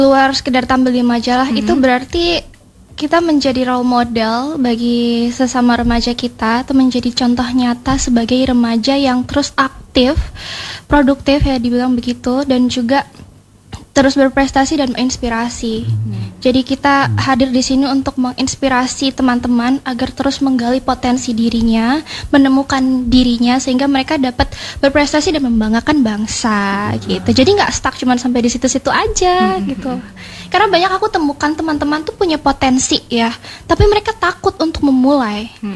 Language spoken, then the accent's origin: Indonesian; East Nusa Tenggara, Indonesia; yang tumbuh dan besar di Nusa Tenggara Timur, tentunya kita harus memegang budaya yang ada di Timur ini, sebagai orang Timur ini, yaitu sebagai gadis yang berani, jujur, dan berkarakter.